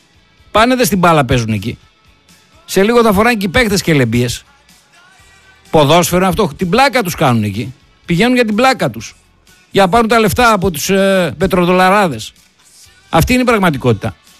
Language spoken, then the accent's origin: Greek; Thessaloniki, Central Macedonia, Greece; Και εμένα το χωριό μου το Βενιζολοχώρη, Τριανδρία δηλαδή.